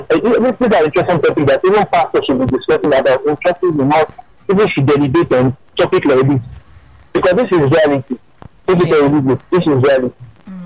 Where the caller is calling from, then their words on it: Nigeria; I'm calling from Nigeria.